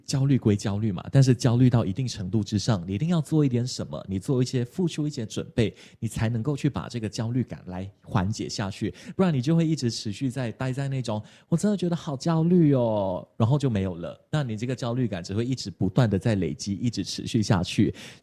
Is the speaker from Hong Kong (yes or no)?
no; Malaysia; moved away as an adult; now in Taiwan; 我是马来西亚来到台湾留学的